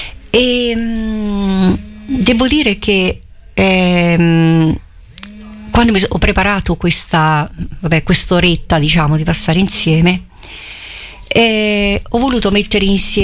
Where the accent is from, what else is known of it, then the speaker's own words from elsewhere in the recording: Recanati, Marche, Italy; io sono originaria di Recanati